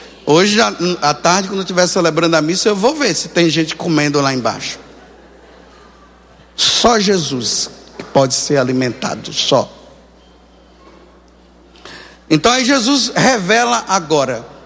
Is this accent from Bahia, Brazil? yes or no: yes; Bahia, Brazil; Eu sou baiano.